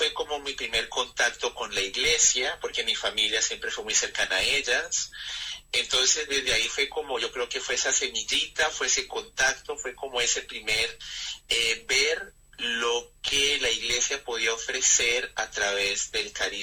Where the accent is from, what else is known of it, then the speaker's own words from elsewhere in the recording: Popayán, Cauca, Colombia; now in Argentina; yo creo que ya por mi tonada ya se dieron cuenta que no soy argentino. Está bien, yo soy de Colombia.